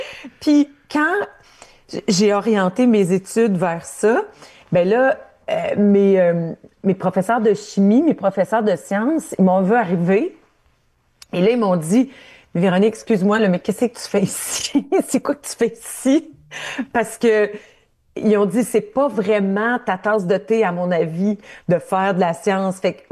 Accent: Ontario, Canada

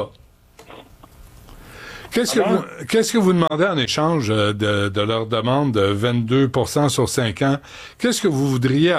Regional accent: Montreal, Quebec, Canada; d'être fier de notre ville, de dire qu'on est Montréalais, qu'on aime la ville

